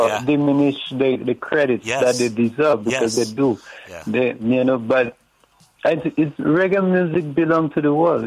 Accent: Grenada; born there; Because I was born in Grenada.

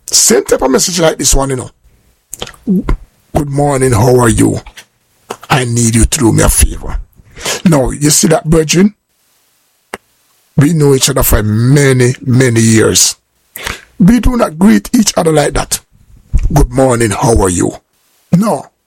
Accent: Kingston, Jamaica; also born or lived in Clarendon, Jamaica; I'm from West Kingston. I grew up in West Kingston. I was born in Clarendon. I'm a Clarendonian man. You know, yeah, man. I'm a Clarendon man. That's where I was born. But I grew up in West Kingston.

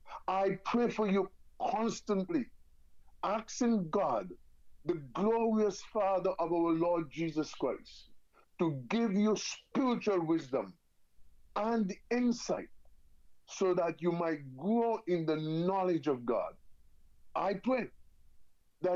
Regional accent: St. Kitts & Nevis; Even though I'm from St. Kitts, I love my Jamaican food.

